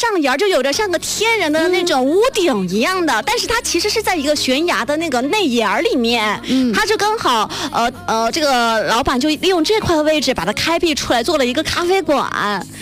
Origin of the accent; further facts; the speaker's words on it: Sichuan, China